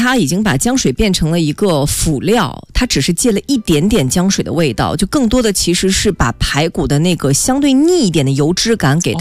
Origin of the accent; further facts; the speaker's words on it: Lanzhou, Gansu, China; 就我们兰州人叫炝一下，